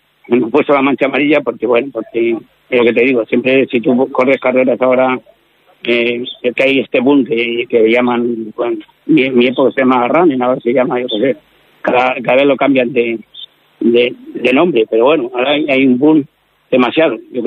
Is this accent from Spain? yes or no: yes; Navarrevisca, Castile and León, Spain; Yo, Navarrevisca es mi pueblo. Voy a muchos sitios por ahí, he viajado mucho, pero la tierra te tira y lo que más me gusta siempre que me preguntan es Navarrevisca.